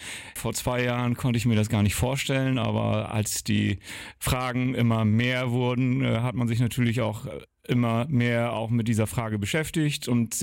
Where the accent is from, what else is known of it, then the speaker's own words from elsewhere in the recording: Wittmund, Lower Saxony, Germany; born there; gebürtiger Wittmunder, bin viele Jahre ehrenamtlich in der Stadt Wittmund aktiv